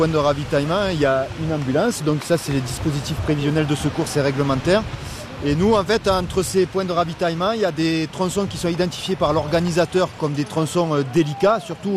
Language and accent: French; Provence-Alpes-Côte d'Azur, France; je suis un natif du Mont Ventoux, donc ici je suis chez moi.